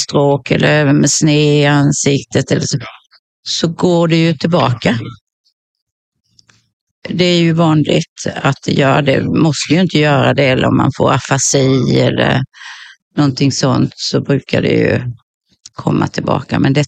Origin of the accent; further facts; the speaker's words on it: Kalmar County, Sweden; now in Ljungby, Sweden; Jag härstammar ju ner från Öland och Kalmar.